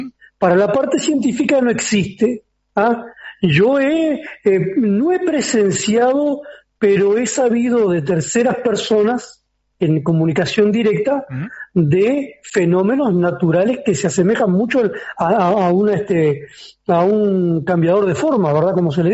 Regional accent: Montevideo, Uruguay; Yo me crié en Piedras Blancas, ahí en Uruguay, en Montevideo.

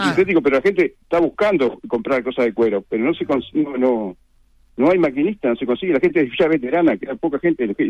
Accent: Las Piedras, Canelones, Uruguay; Las Piedras.

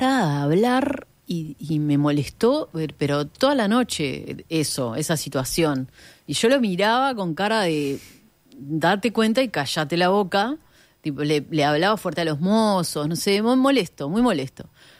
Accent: Uruguay

